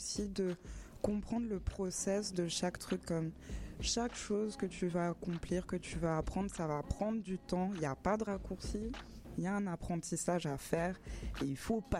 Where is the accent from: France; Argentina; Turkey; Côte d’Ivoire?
France; Southern France; moved away as an adult; also born or lived in Guadeloupe / London / Paris; En gros, je suis née en Guadeloupe, j'ai grandi dans le sud de la France. J'ai fait Londres, après j'ai fait Paris